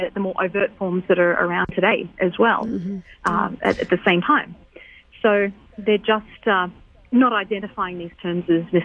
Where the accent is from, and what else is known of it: Australia; now in United States